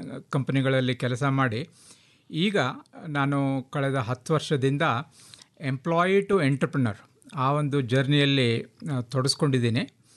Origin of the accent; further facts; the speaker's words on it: Kumta, Karnataka, India; moved away as an adult; also born or lived in Mysore / Bangalore; now in Noida, India; ನಾನು ಮೂಲ ಉತ್ತರ ಕನ್ನಡ ಜಿಲ್ಲೆ ಕುಮಟಾ ತಾಲೂಕಿನ ಒಂದು ಚಿಕ್ಕ ಹಳ್ಳಿ, ಕುಜಳ್ಳಿ ಅಂತ. ಅಲ್ಲಿ ನನ್ನ ಅಭ್ಯಾಸ ಪ್ರಾಥಮಿಕ ಶಾಲೆ, ಹೈಸ್ಕೂಲು, ಹಾಗೆ ಪಿ ಯು ಸಿಯನ್ನು ಕುಮಟಾದಲ್ಲಿ ಮುಗಿಸಿ ಮೈಸೂರಿಗೆ ಬಂದೆ